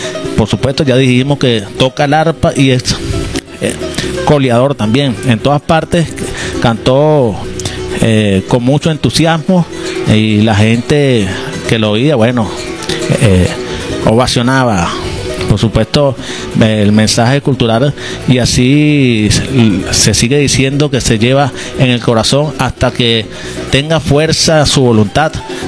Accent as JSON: {"language": "Spanish", "country": "Venezuela"}